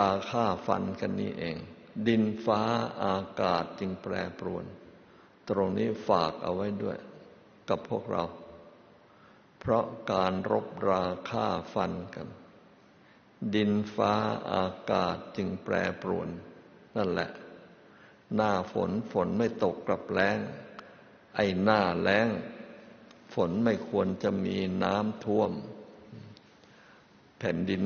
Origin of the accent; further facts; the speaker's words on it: Kanchanaburi, Thailand; หลวงพ่อจำได้ตอนเด็กๆสิ้นสงครามต้องบ้านอยู่กาญจนบุรีต้องไปเข้าคิวกันรับแจกข้าว